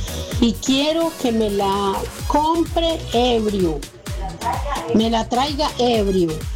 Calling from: Antioquia, Colombia; Soy de Campo Valdés.

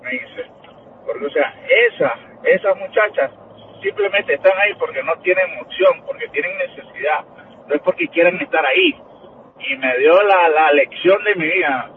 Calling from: Nicaragua; yo soy de Nicaragua

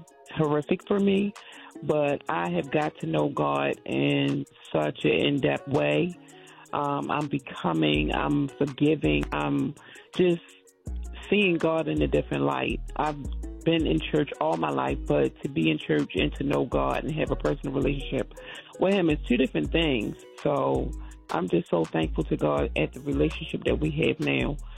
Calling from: Maryland, United States; I'm calling from Maryland.

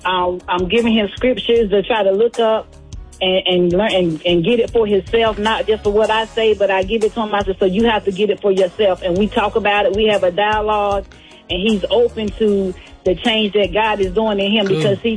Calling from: Petersburg, Virginia, United States; I'm calling from Petersburg, Virginia.

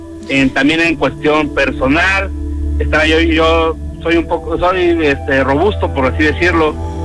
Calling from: Nezahualcóyotl, State of Mexico, Mexico; De Ciudad Neza, FM.

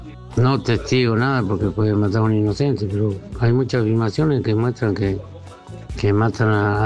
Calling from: Lomas de Zamora, Buenos Aires Province, Argentina; de Santa Marta, Loma de Zamora.

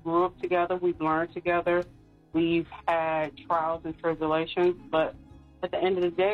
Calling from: Petersburg, Virginia, United States; I'm calling from the Dinwiddie, Petersburg area.

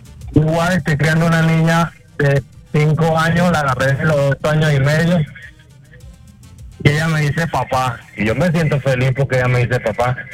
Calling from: Venezuela; Un saludo, caballito, de aquí de Bogotá. … soy venezolano, ¿viste?

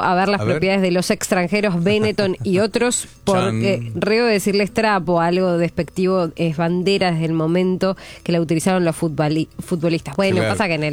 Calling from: Ciudadela, Buenos Aires Province, Argentina; Buen día, Oscar Orquera y equipo … de Ciudadela Norte.

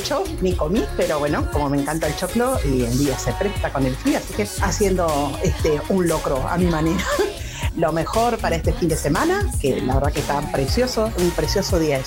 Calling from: Montevideo, Uruguay; de Barrio Peñarol.

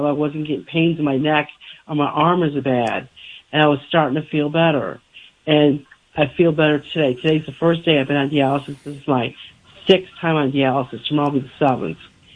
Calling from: Pontiac, Michigan, United States; I'm from Pontiac. I've called you before.

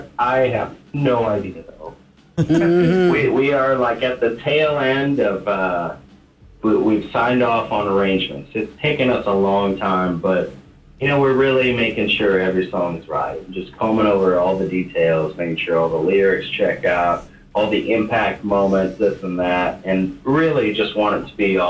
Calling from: San Antonio, Texas, United States; Yeah, I'm home in San Antonio.

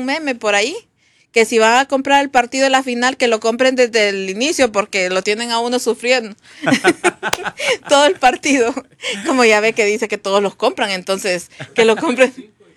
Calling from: Honduras; yo soy hondureña.

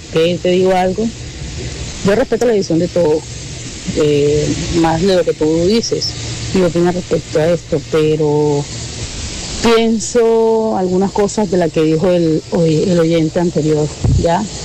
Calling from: Canada; Buenas noches, Tropicana. … de Canadá.

